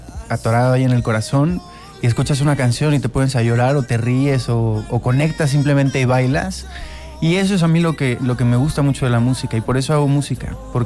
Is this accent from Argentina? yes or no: no; Mexico; aparte de ser mexicano, soy americano por parte de mi padre.